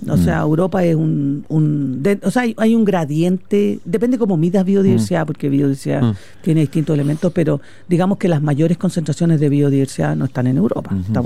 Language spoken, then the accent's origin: Spanish; Magallanes and Chilean Antarctica, Chile; yo vengo de Magallanes